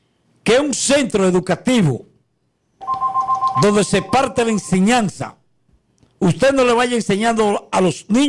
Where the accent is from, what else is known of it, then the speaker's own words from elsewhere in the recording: Dominican Republic; Yo soy de la patria de ese cantante.